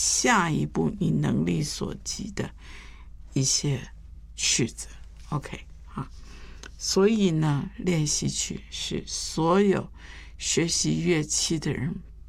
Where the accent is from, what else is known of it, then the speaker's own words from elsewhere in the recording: Taiwan; 我在这个眷村里面长大的时候，